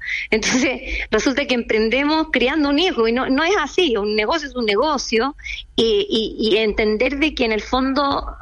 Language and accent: Spanish; Puerto Montt, Los Lagos, Chile; born or raised there; moved away as an adult; also born or lived in Temuco / Argentina; now in Santiago, Chile